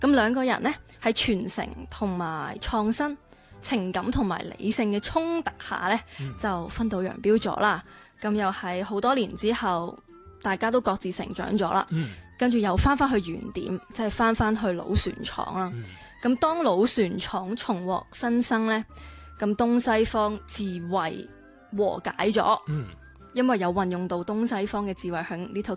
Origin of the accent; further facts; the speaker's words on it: Macau; 咁我都系澳门人，